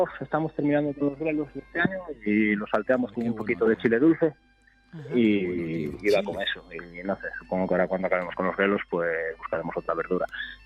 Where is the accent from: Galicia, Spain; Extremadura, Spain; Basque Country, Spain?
Galicia, Spain; Chantada; Sí, sí, yo nací en Chantada de toda la vida.